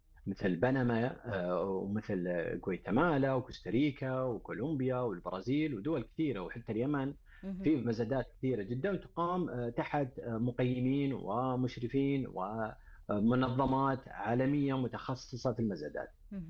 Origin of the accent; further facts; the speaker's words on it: Saudi Arabia; نفتخر فيها احنا اليوم كسعوديين